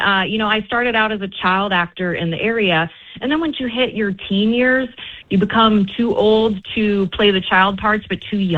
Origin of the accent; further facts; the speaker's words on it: New Albany, Indiana, United States; moved away; also born or lived in Louisville, Kentucky; I'm originally from New Albany, Indiana, yes.